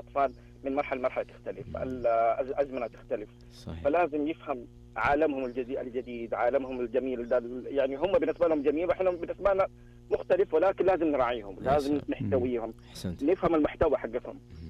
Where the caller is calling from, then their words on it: Dammam, Eastern Province, Saudi Arabia; اليوم احنا متحمسين من الدمام